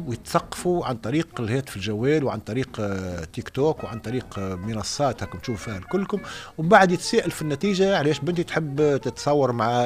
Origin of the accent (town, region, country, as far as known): Tunisia